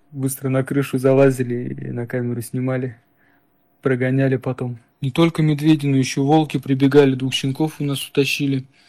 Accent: Buryatia, Russia; moved away as an adult; now in Cape Chelyuskin, Russia; я родом из Республики Бурятия. На данный момент живу и работаю на самой северной точке континента Евразия, мыс Челюскин.

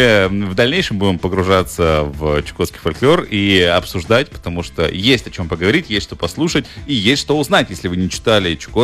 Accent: Omsk, Omsk Oblast, Russia; moved away; also born or lived in Chukotka; я сам родом из Омска

